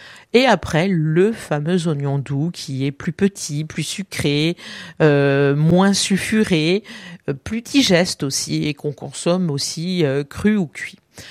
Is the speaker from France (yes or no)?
yes; Corsica, France; chez nous en Corse, nous avons le fameux oignon de Cisco du Cap Corse qui est si doux qu'il ne fait pas pleurer